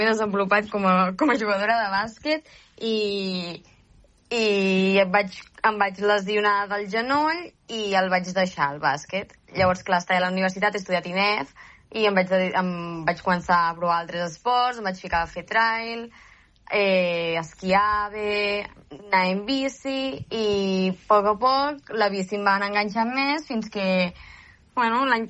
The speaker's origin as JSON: {"language": "Catalan", "town": "Solsona", "region": "Catalonia", "country": "Spain", "also_born_or_lived": "Manresa", "moved": "as an adult", "said": "jo soc de Solsona i m'he desenvolupat quasi tots els meus anys que he jugat a bàsquet han sigut a Manresa."}